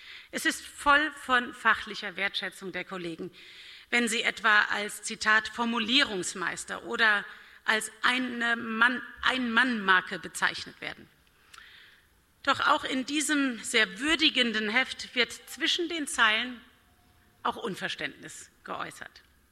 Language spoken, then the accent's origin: German; Bad Kreuznach, Rhineland-Palatinate, Germany; bin Rheinland-Pfälzerin, komme von der nahe Bad Kreuznach. Und das ist meine Geburtsstadt